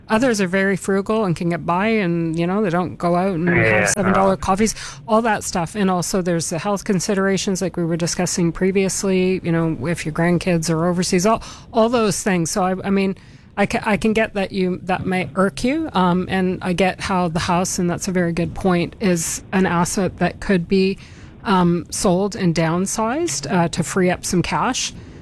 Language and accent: English; Canada; I come from Canada